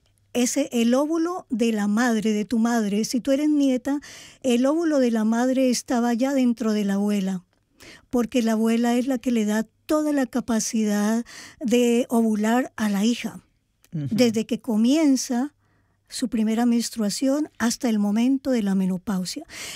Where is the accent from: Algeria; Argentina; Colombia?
Colombia; Yo soy colombiana y me fui a buscar mis raíces maternas en el Huila